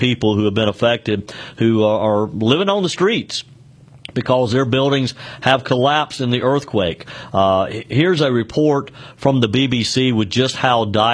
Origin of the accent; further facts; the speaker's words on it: South Carolina, United States; David is waiting patiently in my home state of South Carolina.